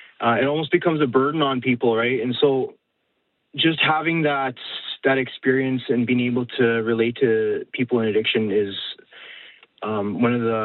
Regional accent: Winkler, Manitoba, Canada; I'm from Winkler

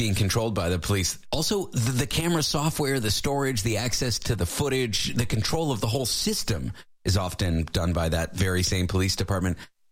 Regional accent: Canada; Well, I'm from Canada originally, where it's more similar to Australia, so I've seen it both ways.

